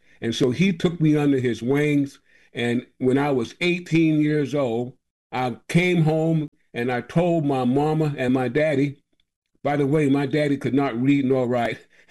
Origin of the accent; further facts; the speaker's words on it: Savannah, Georgia, United States; Born and raised in Savannah, Georgia. In fact, John, I went to college down in Savannah.